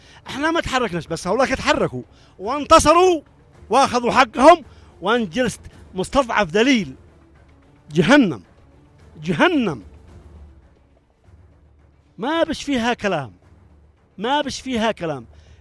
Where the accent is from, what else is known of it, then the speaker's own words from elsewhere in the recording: Yemen; احنا يمنيين